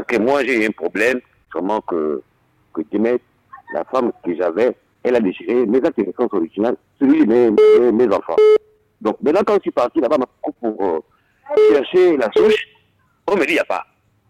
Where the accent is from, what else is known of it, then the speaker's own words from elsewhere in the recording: Makokou, Ogooué-Ivindo, Gabon; Je suis né au Gabon, à Makou, je n'ai jamais voyagé.